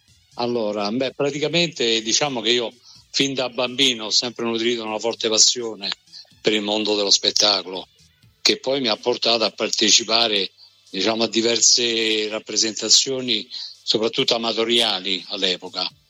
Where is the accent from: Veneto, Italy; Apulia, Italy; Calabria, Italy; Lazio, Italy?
Lazio, Italy; Latina; a fare un casting qui a Latina, perché io sono di Latina